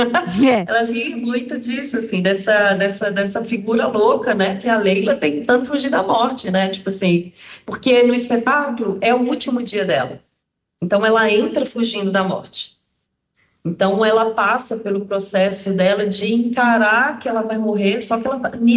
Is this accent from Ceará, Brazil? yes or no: no; Minas Gerais, Brazil; Sou mineira, graças a Deus. Sou mineira e aí estudei em Ouro Preto